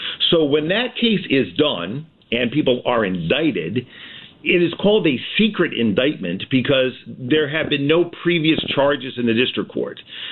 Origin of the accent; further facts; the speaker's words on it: Jamestown, Rhode Island, United States; And those clerks, particularly in the small towns like Jamestown, my hometown, it's so small, there aren't a lot of signatures to compare